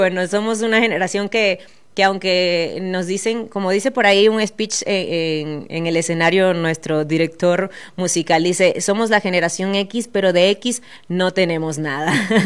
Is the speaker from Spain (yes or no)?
no; Venezuela; Yo, por ejemplo, soy venezolana, también tenemos un compañero de República Dominicana, tenemos algunos de Argentina, de Brasil, entonces hay de todo un poquito.